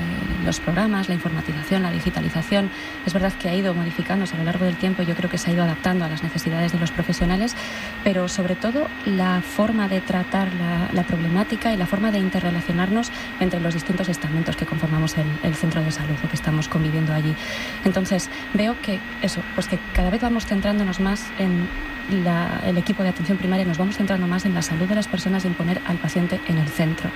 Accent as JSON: {"language": "Spanish", "town": "León", "region": "Castile and León", "country": "Spain", "moved": "as an adult", "said": "Yo tampoco soy de aquí, yo soy de León."}